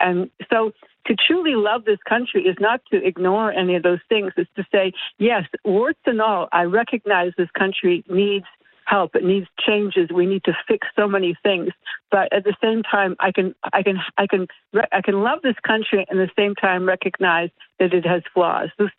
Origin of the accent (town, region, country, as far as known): Canada